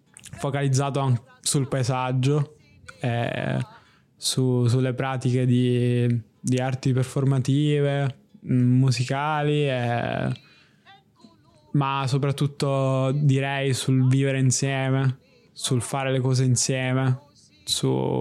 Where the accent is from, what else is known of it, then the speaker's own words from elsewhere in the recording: Sicily, Italy; moved away; perché appunto è nato nella mia città natale.